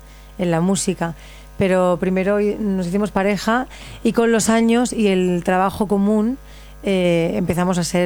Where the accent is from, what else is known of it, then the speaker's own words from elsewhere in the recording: Barcelona, Catalonia, Spain; born there; now in San Fernando, Spain; Pero yo nací en Barcelona